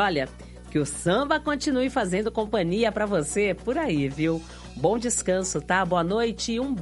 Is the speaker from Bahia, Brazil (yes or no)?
no; São Paulo, Brazil; São Paulo, que é a minha terra natal, viu?